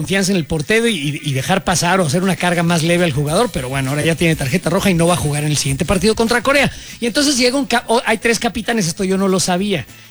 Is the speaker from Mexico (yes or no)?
yes; Mexico; sin duda, como mexicanos, sin duda, pero pinche gobierno omiso.